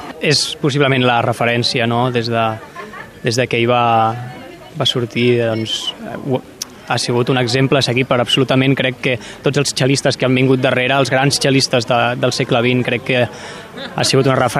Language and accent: Catalan; Catalonia, Spain; evidentment com a cel·listes i com a catalans també, doncs, per nosaltres és un absolut privilegi